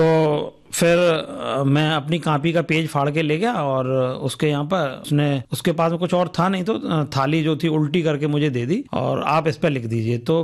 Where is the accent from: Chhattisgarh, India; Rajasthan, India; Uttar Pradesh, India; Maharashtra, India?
Uttar Pradesh, India; Agra; देखिए, मैं प्रॉपर आगरा से ही हूं और आगरा में ही मेरा जन्म हुआ है।